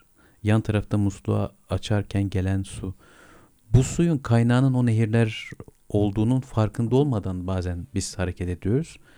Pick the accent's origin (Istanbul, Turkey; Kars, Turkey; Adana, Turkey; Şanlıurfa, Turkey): Şanlıurfa, Turkey; Ben Urfalıyım. Bizim yemekler zordur, baharatlıdır.